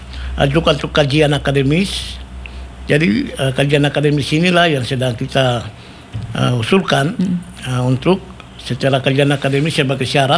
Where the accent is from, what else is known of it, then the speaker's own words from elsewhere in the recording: Yogyakarta, Special Region of Yogyakarta, Indonesia; Kalau kita lihat misalnya di kota-kota macam Jogja, saya dari Jogja.